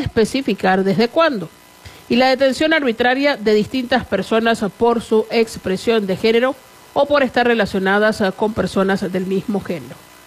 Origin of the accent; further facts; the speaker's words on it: Zulia, Venezuela; para los que somos del Zulia